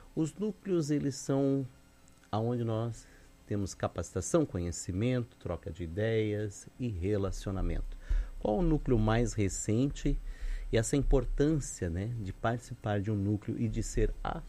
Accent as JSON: {"language": "Portuguese", "town": "Joinville", "region": "Santa Catarina", "country": "Brazil", "said": "eu como joinvilense"}